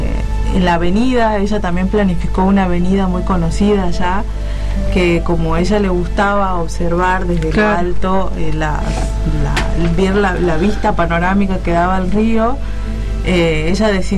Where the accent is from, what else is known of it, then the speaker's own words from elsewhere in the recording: Jujuy, Argentina; Yo particularmente, que soy de Jujuy